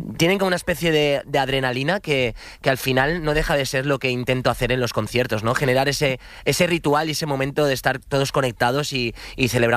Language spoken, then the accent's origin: Spanish; Sant Feliu de Llobregat, Catalonia, Spain; Desde San Feliu de Llobregat, mi pueblo, sí, sí.